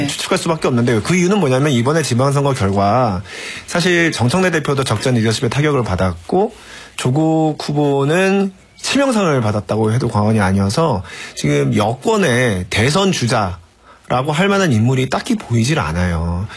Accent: Chungcheong, South Korea; 또 하나는 이제 저도 충청권 출신 아닙니까?

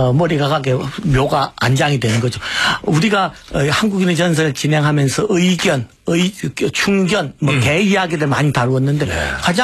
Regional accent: Hadong, South Gyeongsang, South Korea; 우리 고향 하동 같은 경우는 저희 고향 하동 같은 경우는

